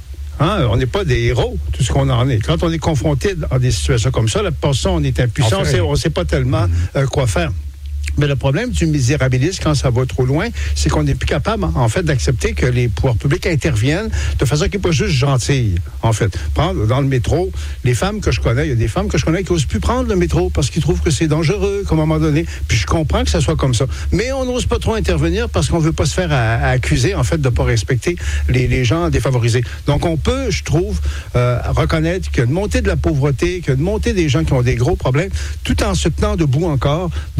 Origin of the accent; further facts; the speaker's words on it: Quebec, Canada; now in Montreal, Canada; Moi, je suis Québécois aussi